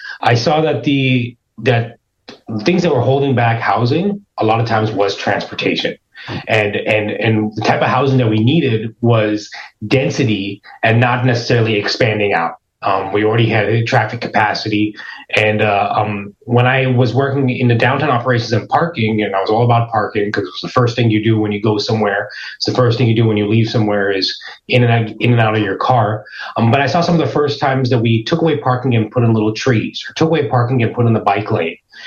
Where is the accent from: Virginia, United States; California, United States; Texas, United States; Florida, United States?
California, United States; Through growing up in the Silicon Valley, I had a little, I learned how to code really early on in my life